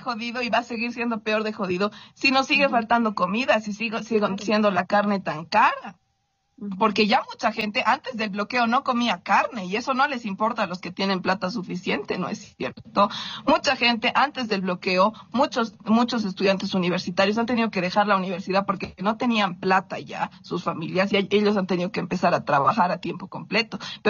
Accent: Bolivia; somos, o sea, unos bolivianos aquí

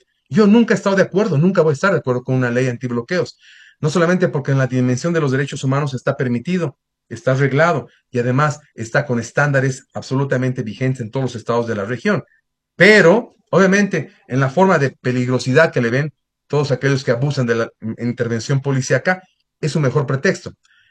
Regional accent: Bolivia; Nosotros, los que somos de la Bolivia profunda, de la patria

